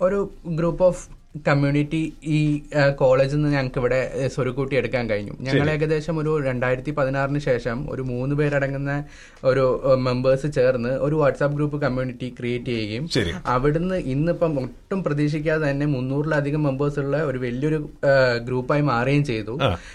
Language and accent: Malayalam; Wayanad, Kerala, India; ഞാൻ വയനാട്.